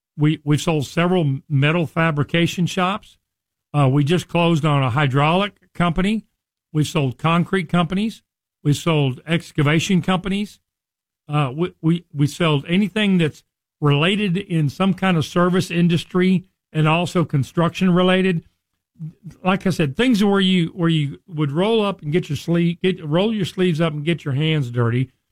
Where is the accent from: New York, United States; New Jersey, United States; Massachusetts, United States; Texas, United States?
Texas, United States; Richardson; we're based in Plano, a suburb of Dallas, you know, I grew up here in North Texas. I grew up in Richardson.